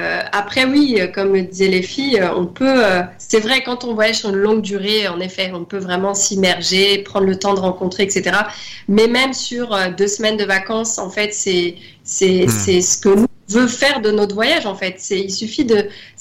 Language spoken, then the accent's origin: French; France; qui se perd en fait chez nous en France par exemple